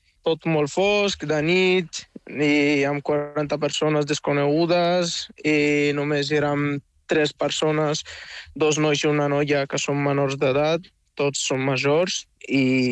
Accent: Morocco; moved away; Una mica sí. Com a migrant marroquí, sí, sincerament.

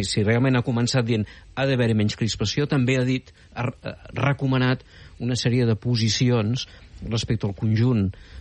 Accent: Catalonia, Spain; també volem, com a catalans, em sembla a mi, que entengui que ens volem sumar en aquesta alternativa esperançadora

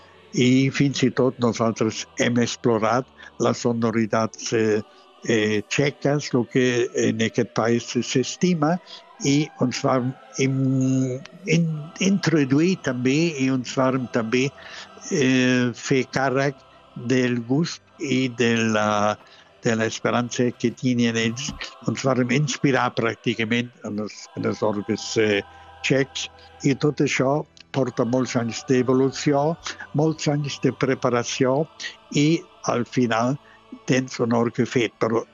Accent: Germany

